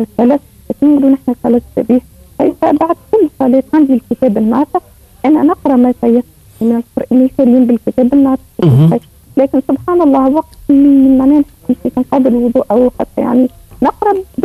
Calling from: El Kef, Kef Governorate, Tunisia

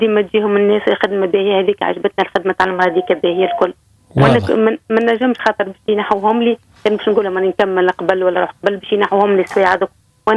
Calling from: France; من فرنسا.

